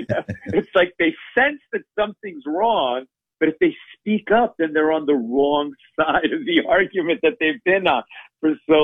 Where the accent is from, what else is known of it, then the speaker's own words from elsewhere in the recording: New York, United States; I grew up in New York.